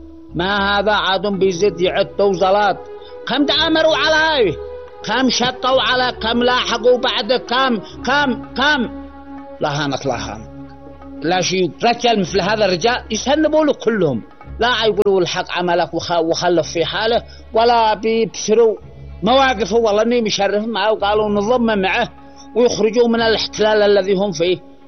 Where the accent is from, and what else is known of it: Yemen